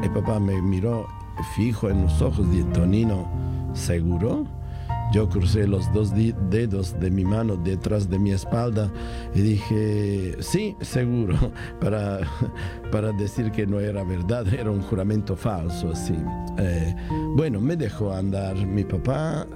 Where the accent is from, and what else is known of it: Italy; born or raised there; moved away